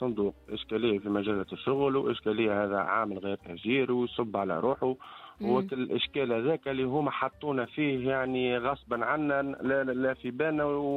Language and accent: Arabic; Tunisia; اللي باش نكري من عنده تونسي بلس وانا تونسي موا